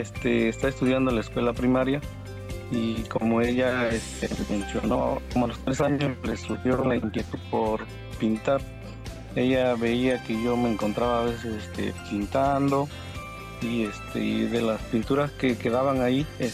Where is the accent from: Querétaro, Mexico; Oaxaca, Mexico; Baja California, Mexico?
Oaxaca, Mexico; La Reforma; yo soy acá de La Reforma, actualmente vivimos acá, es una comunidad que está en proceso de rural a urbano.